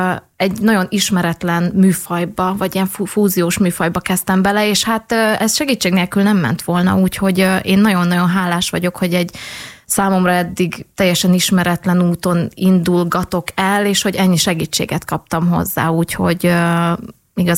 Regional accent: Transylvania, Romania; also born or lived in Hungary; Én erdélyi vagyok, és igazából én így beleszülettem ebbe a népzenei világba, vagy hogy én így először így otthoni környezetbe kezdtem el így népdalokat tanulni, és Magyarországra jártam általános iskolába

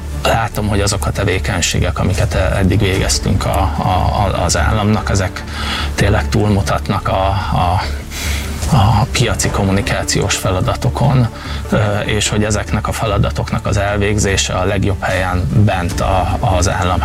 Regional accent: Hungary; born there; Én ebbe az országba születtem, itt éltem, itt van a családom

